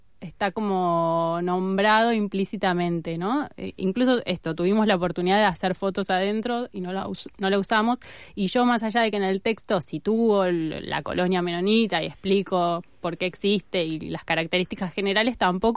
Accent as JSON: {"language": "Spanish", "country": "Argentina", "tie": "born there", "said": "como yo que nací acá"}